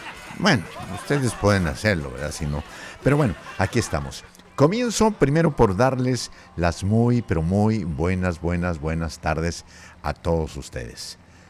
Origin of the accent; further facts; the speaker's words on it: Tlaltenango, Zacatecas, Mexico; nació su servidor en la bellísima población de Tlaltenango, Zacatecas. Mi tierra natal.